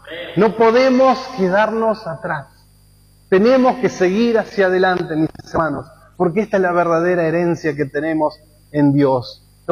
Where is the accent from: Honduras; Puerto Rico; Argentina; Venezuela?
Argentina; somos argentinos